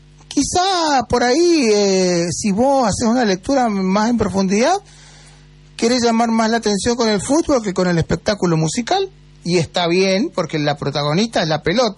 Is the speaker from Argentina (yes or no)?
yes; Argentina; ganamos como argentinos